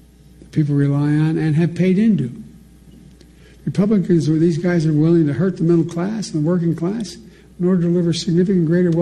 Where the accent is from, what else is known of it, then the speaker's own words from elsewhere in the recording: Scranton, Pennsylvania, United States; also born or lived in Claymont, Delaware; I grew up in Scranton, Pennsylvania, as a kid, and then Claymont, Delaware. Middle class towns, working class towns.